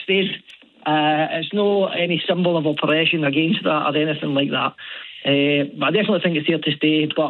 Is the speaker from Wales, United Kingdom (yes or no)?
no; Glasgow, Scotland, United Kingdom; now in Montrose, United Kingdom; I'm from Glasgow originally.